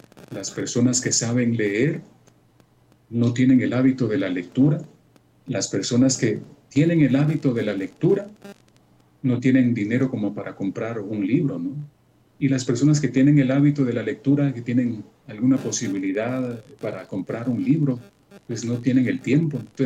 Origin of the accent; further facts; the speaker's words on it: Amatitlán, Guatemala Department, Guatemala; yo como soy de Amatitlán